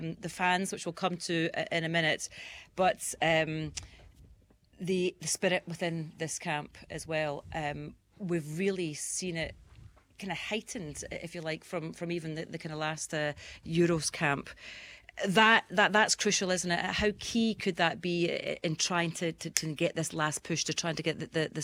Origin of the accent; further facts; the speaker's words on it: Scotland, United Kingdom; accent: Scottish; I was raging that I didn't ham up my Scottish accent